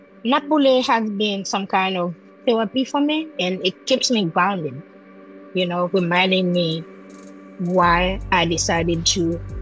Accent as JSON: {"language": "English", "town": "Jacmel", "region": "Sud-Est", "country": "Haiti", "tie": "born or raised there", "said": "And the road leading to Jacmel, my hometown, was closed through Martissant, which is a very big region in Port-au-Prince."}